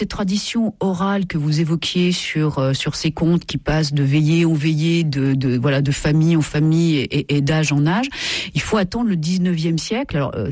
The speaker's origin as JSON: {"language": "French", "region": "Grand Est", "country": "France", "said": "Finalement, en France, je viens de Lorraine. On avait des contes que, à ma grande surprise, on n'a pas retrouvé en arrivant dans l'ouest de la France."}